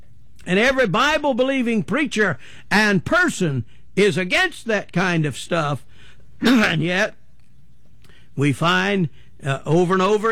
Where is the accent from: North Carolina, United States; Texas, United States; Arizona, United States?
North Carolina, United States; Hey, listen, I'm not from New York. I am from North Carolina.